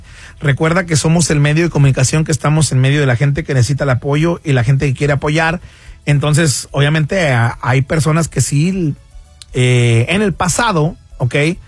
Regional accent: Mexico; Como hispanos o como mexicanos, yo me incluyo

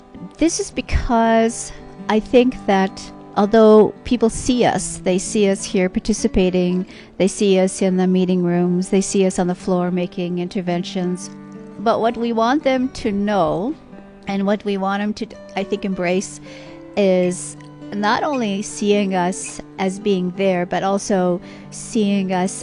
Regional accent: Canada; I am from Canada. I am a member of the Dakota peoples who have nations and communities both in the United States and Canada.

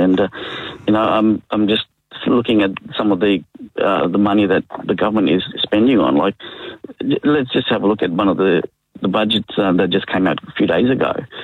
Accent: Australia; also born or lived in Fiji; I'm very proud Australian. So, you know, I support Australia. You know, from the time we came here from Fiji. So, you know, we are definitely very proud Australians.

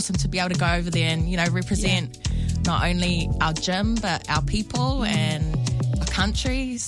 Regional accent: New Zealand; I'm Māori from Ngāti Whātua and I'm a mum of two.

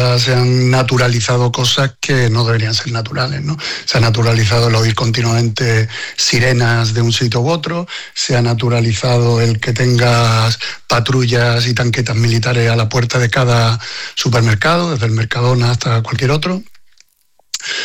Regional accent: Lugo, Galicia, Spain; Encantado de hablar con vosotros y sobre todo que soy de Lugo, que tengo amistades desde pequeño y a través de mis padres con familia de Lugo.

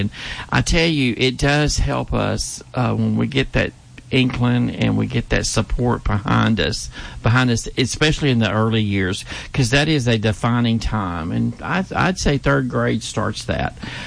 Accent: Shreveport, Louisiana, United States; I was born and raised here

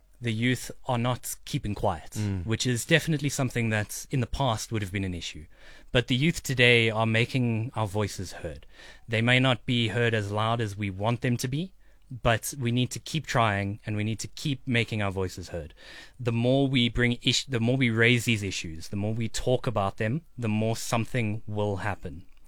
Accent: South Africa; Born and raised.

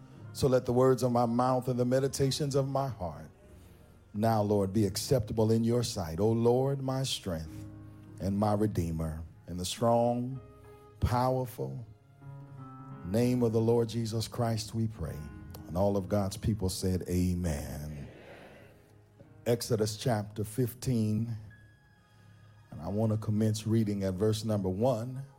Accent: Oakland, California, United States; also born or lived in Richmond, California; I was born and raised in Oakland. We called it Oak Town. Born and raised, and then we moved to Richmond, California. Rich Town.

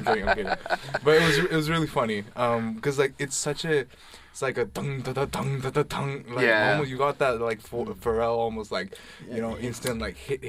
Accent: Pakistan; I am from Pakistan as well.

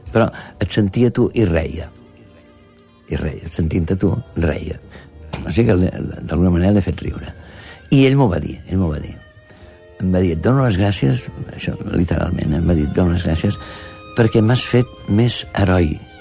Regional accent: Catalonia, Spain; jo sóc català

